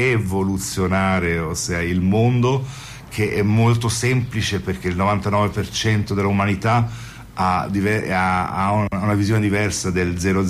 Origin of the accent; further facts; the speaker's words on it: Germany; also born or lived in London; Io sono tedesco, però ho vissuto a Londra.